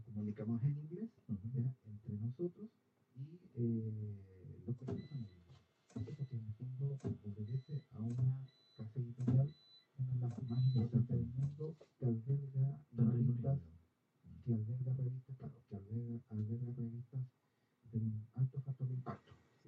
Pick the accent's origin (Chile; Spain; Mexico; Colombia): Chile; si yo vengo de Chile